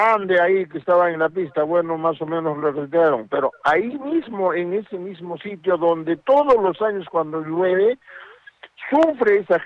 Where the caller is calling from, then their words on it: Arequipa, Peru; Yo soy de Hunter. Yo soy de San Juan de Dios.